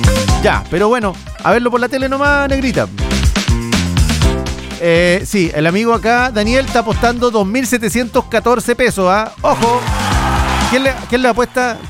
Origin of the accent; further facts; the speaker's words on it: Puerto Montt, Los Lagos, Chile; Vemos si somos de Puerto Montt. Nacido y criado con una yolga acá en el cuello.